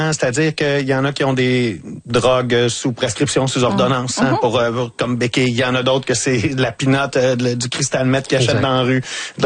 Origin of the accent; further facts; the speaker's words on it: Lavaltrie, Quebec, Canada; now in Montreal, Canada; moi je viens de la Valtrie, dans la région de la Naudière, puis quand je suis arrivé à Montréal, c'était ma porte d'entrée vers Montréal, et j'ai pas mal toujours habité là.